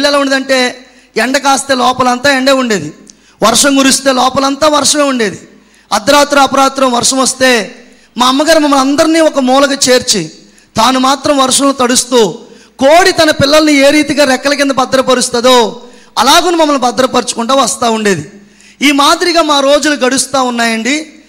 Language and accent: Telugu; Andhra Pradesh, India; మా ఊరు రావాలంటే లంకల కోడేరు సెంటర్లోంచి లోపలికి రావాలండి.